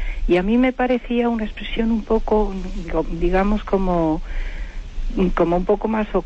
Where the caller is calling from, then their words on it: Madrid, Community of Madrid, Spain; de Madrid.